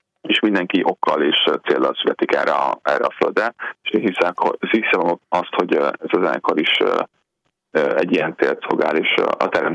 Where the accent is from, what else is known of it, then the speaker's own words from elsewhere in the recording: Miskolc, Borsod-Abaúj-Zemplén, Hungary; Illetve volt egy helyi közösségünk, én miskolci származású vagyok